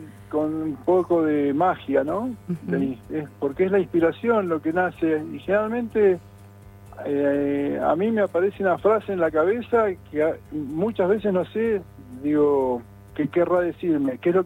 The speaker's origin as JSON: {"language": "Spanish", "town": "La Plata", "region": "Buenos Aires Province", "country": "Argentina", "tie": "born or raised there", "moved": "yes", "said": "Yo soy nacido en la ciudad de La Plata, en el barrio de José Hernández, en barrio humilde, de trabajadores. Uh-huh. Un barrio por el que era atravesado por las vías del tren. Teníamos la estación ahí"}